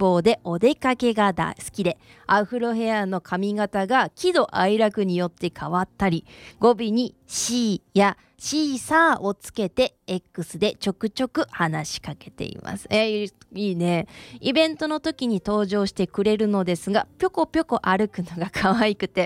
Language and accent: Japanese; Himeji, Hyogo, Japan; moved away; 地元が姫路なんですけれども